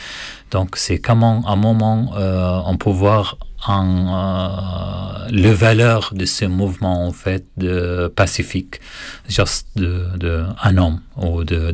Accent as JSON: {"language": "French", "region": "As-Suwayda Governorate", "country": "Syria", "second_language": "French", "moved": "yes", "said": "la région où je viens, du sud de la Syrie, il s'appelle Sweda."}